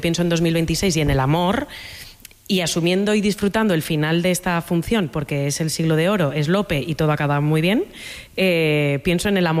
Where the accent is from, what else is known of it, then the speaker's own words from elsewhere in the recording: Valencian Community, Spain; Soy valenciana.